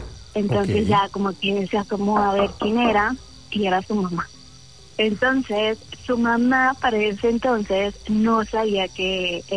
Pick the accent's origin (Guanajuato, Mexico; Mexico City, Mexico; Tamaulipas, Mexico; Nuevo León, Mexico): Mexico City, Mexico; Tengo 27 años, de la Ciudad de México.